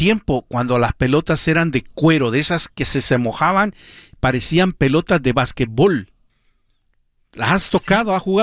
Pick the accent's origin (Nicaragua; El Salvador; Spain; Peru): El Salvador; Soy salvadoreño y no soy vendepatrias